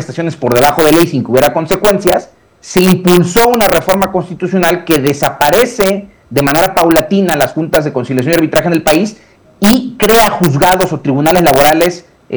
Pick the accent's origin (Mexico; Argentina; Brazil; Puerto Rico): Mexico; que son países que comparten un entendimiento del derecho como el mexicano, somos herederos de la cultura continental del derecho